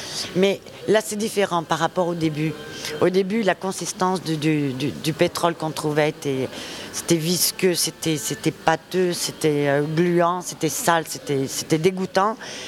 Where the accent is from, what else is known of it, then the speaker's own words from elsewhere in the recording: Spain; now in France; Ça fait 40 ans que je suis en France. Je suis toujours espagnole.